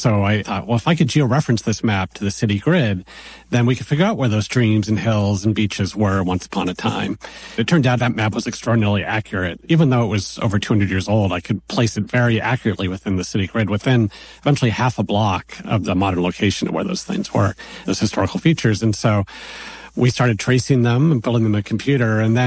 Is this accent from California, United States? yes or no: yes; California, United States; moved away as an adult; now in New York City, United States; I moved to New York City. It was 25 years ago, and I was from Northern California, and I'd only been in New York once before, and I never lived in a big city.